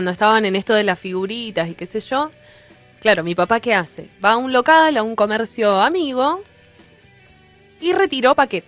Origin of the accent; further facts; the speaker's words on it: Argentina; si algo que no somos los argentinos es humildes